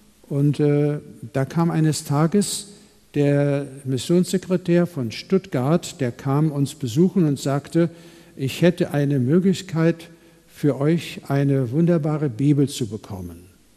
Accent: Kaliningrad, Kaliningrad Oblast, Russia; moved away; also born or lived in Darmstadt; ich stamme aus Königsberg in Ostpreußen

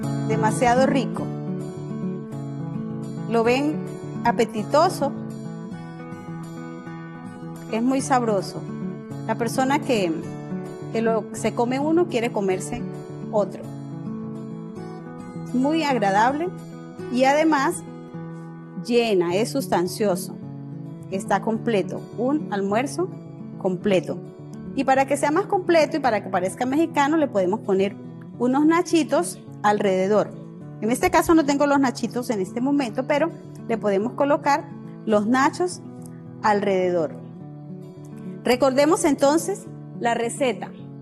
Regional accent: Colombia; also born or lived in Venezuela; Como buena colombiana, con cultura venezolana

